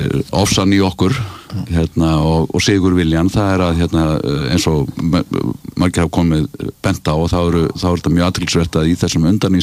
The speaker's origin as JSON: {"language": "Icelandic", "town": "Reykjavik", "region": "Capital Region", "country": "Iceland", "tie": "born or raised there", "said": "því að ég alinn upp í Voga hverfinu í Reykjavík"}